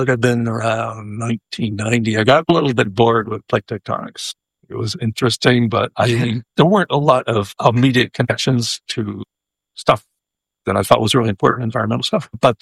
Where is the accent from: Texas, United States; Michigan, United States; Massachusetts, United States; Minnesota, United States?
Massachusetts, United States; She was actually from my hometown in Massachusetts.